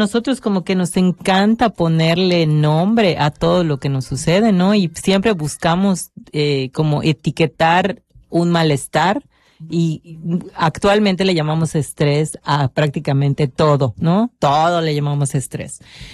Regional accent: Yucatán, Mexico; Y como buenos yucatecos, todo lo dejamos en último momento

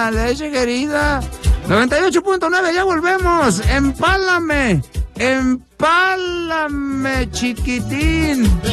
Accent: Mexico; así somos los mexicanos

